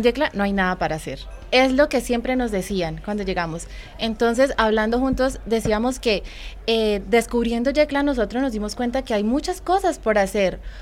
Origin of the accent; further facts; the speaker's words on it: Colombia; Bueno, incluso yo vengo de Colombia